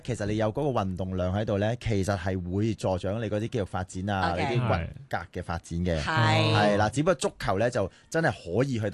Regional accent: Guangdong, China; 我哋廣東人多啲發音咧好啲嘅

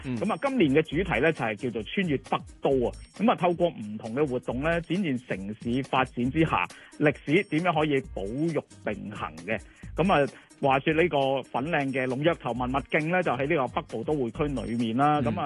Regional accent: Hong Kong; 我哋喺香港土生土長長大嗰啲人

